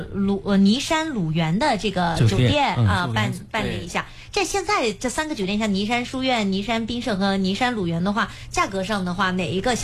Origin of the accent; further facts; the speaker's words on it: Shandong, China; 作为山东人